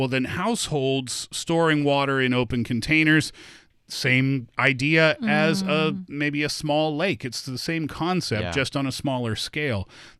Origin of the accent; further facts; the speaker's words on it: Canada; I remember growing up in Canada, of course, we have mosquitoes as well.